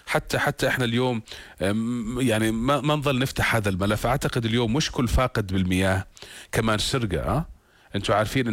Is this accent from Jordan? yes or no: yes; Jordan